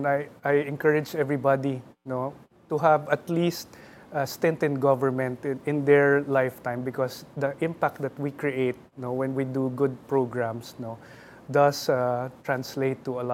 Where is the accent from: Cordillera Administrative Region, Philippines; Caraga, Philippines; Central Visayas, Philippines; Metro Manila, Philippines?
Metro Manila, Philippines; Quezon City; I grew up in Quezon City, and I remember times when we would fetch water from nearby taps because there was no water flowing in our homes